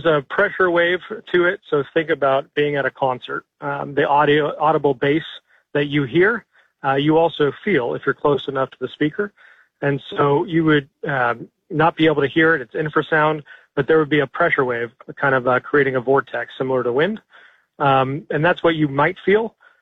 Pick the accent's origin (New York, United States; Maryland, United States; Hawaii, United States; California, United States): California, United States; Altadena; I witnessed the LA fires in my hometown of Altadena, and looked at that devastation.